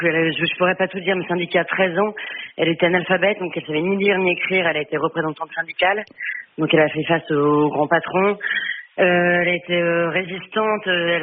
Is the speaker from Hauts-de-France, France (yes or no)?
yes; Hauts-de-France, France; accent: Nord; Je le fais avec l'accent, parce que moi, je suis du Nord.